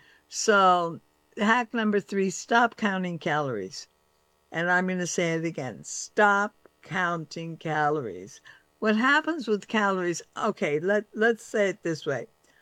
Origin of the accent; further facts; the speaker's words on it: California, United States; now in East Coast, United States; But it's interesting because I was brought up in California. We always ate salad first. Always. And then I moved to the East Coast